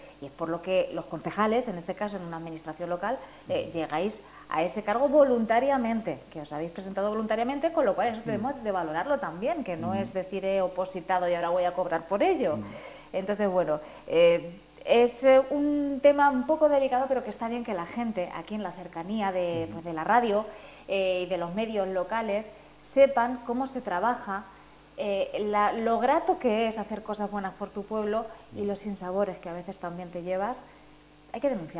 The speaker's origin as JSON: {"language": "Spanish", "town": "Miguel Turra", "region": "Castilla-La Mancha", "country": "Spain", "said": "somos vecinos de Miguel Turra"}